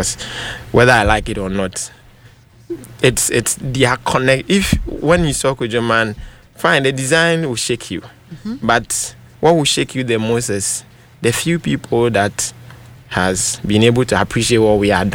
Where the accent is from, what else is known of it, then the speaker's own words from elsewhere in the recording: Abetifi, Eastern Region, Ghana; I'm a cool boy. I'm from Abitifi.